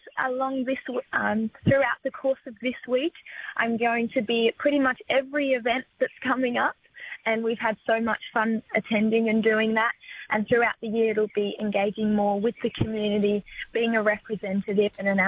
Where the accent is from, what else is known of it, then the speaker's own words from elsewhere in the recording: New South Wales, Australia; I was 6 when I came here, but I've been here pretty much for my whole life ever since. So I'm definitely from the Northern Rivers, and the Northern Rivers region is a place that, yeah, holds a very special place in my heart